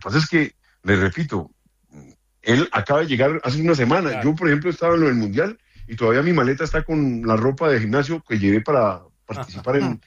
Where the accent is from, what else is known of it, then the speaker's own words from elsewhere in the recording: Colombia; also born or lived in Argentina; Pero que yo me sienta contento de ver a mi selección jugar, eso es otra cosa.